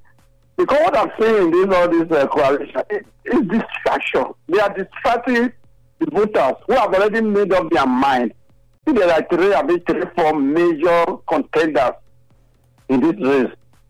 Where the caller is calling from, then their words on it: Benin City, Edo, Nigeria; I'm calling from Benin.